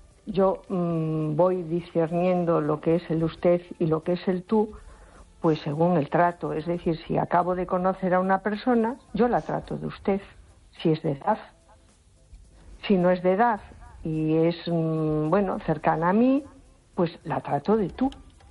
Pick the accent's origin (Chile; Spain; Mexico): Spain; A Coruña, Galicia